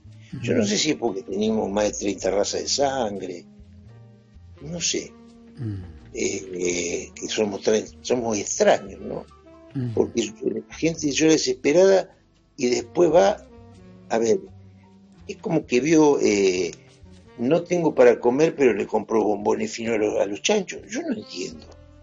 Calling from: Mar del Plata, Buenos Aires Province, Argentina; yo vivo en Bolívar y Santiago del Estero

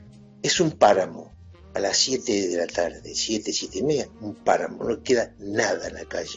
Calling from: Mar del Plata, Buenos Aires Province, Argentina; yo vivo en Bolívar y Santiago del Estero

